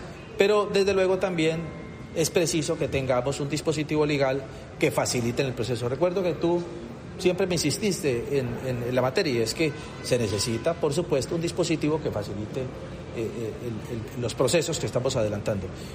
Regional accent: Buenaventura, Valle del Cauca, Colombia; que somos vallecaucanos, que somos de Buenaventura

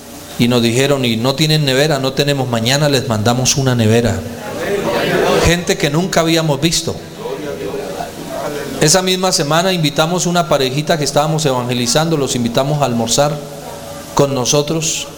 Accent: Colombia; accent: Colombian; moved away; cuando nos sentían el acento colombiano, ¿y ustedes de dónde son? Somos de Colombia.

